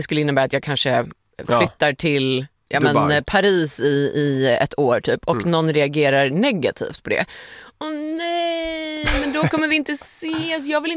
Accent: Skåne, Sweden; Skåne är underbart, jag är skåning.

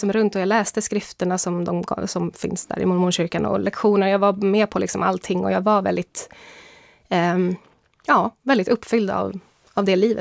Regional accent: Sweden; jag var mormon före jag var svensk

